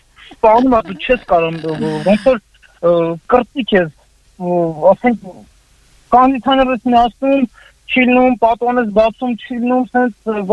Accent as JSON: {"language": "Armenian", "region": "Nagorno-Karabakh", "country": "Azerbaijan", "said": "ես Արցախից եմ"}